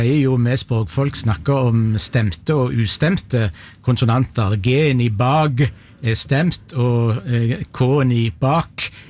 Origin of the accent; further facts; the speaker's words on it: Rogaland, Norway; Men som rogalending så var det to veldig kjekke spørsmål, så det gjør jeg mer enn gjerne.